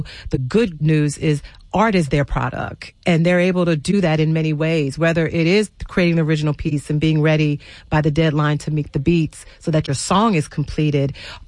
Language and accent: English; New Orleans, Louisiana, United States; I grew up, I'm from New Orleans originally. I didn't grow up in one of the best neighborhoods in the city.